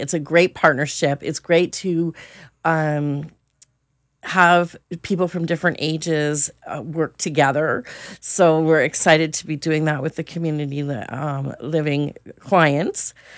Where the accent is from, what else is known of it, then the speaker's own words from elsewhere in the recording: Windsor, Ontario, Canada; moved away; I am from Windsor